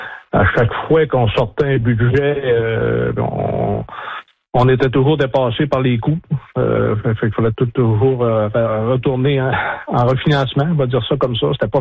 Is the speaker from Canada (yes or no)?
yes; Hébertville, Quebec, Canada; je viens d'Héberville, mais je pense que c'est une belle place pour ça.